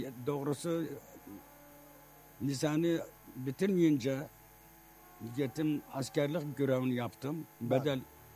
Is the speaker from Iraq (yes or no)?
yes; Tuz Khurmatu, Saladin Governorate, Iraq; Ettikten sonra tabii Duz'da ilkokula girdim 1943.